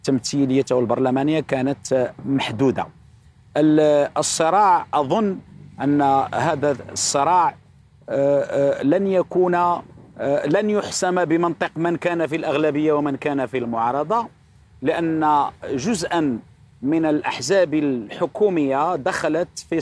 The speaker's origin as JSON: {"language": "Arabic", "country": "Morocco", "said": "عندنا في المغرب"}